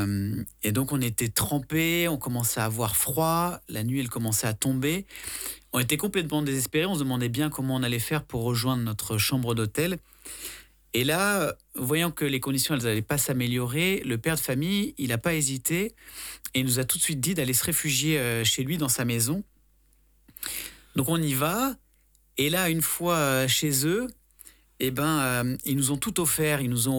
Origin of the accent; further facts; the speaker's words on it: Lyon, Auvergne-Rhône-Alpes, France; j'ai 35 ans, je suis lyonnais